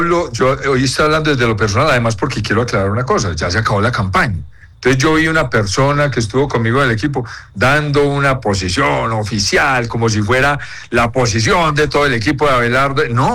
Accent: Eje Cafetero, Colombia; como colombiano, y menos como como miembro de la sociedad del Eje Cafetero

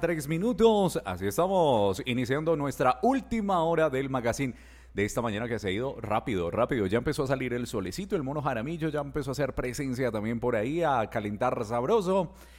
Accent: Colombia

